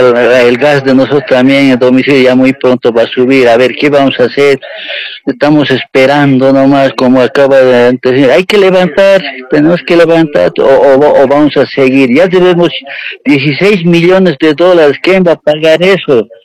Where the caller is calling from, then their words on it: Bolivia; Estoy llamando desde Huichicoya, Alta Avenida Evo Morales Ayma.